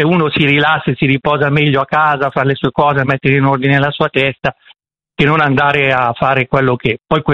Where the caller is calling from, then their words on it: Lombardy, Italy; Ciao, io non sono di Milano, però abito in provincia di Como.